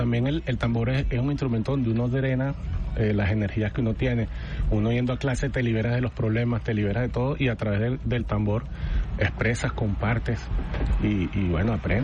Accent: Venezuela; now in Caracas, Venezuela; uno como venezolano

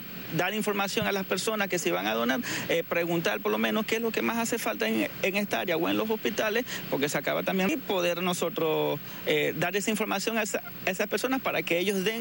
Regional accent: Ciudad Ojeda, Zulia, Venezuela; Nosotros venimos de Ciudad Ojeda, Zulia, para aquí, para poder apoyar.

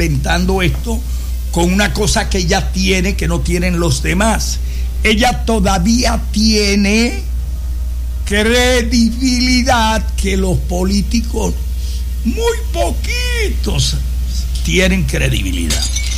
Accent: Venezuela

